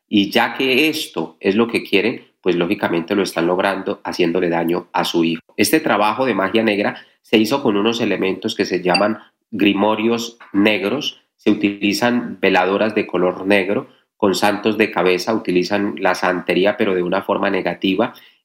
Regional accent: Catemaco, Veracruz, Mexico; moved away; Los que conocen mi tierra, los que saben dónde queda Catemaco

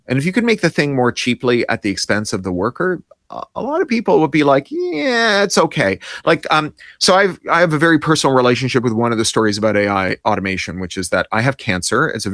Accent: Canada; born or raised there

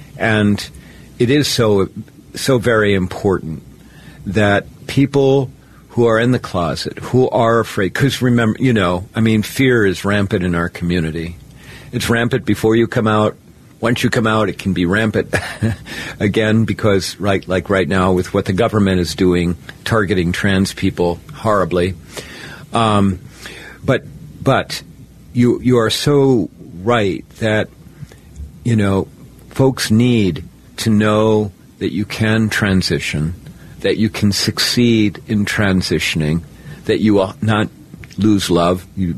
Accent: Iowa, United States; now in Minnesota, United States; the reason I live in Minnesota, because I grew up in Iowa, and for a long time my heart was in Iowa

